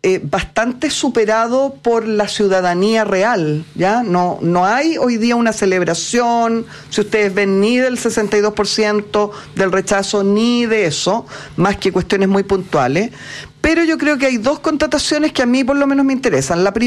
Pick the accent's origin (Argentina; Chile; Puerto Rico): Chile